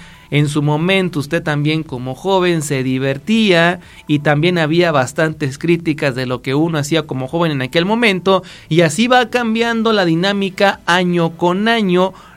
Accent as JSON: {"language": "Spanish", "country": "Mexico", "said": "como buenos mexicanos, como se menciona, que todo dejamos al último."}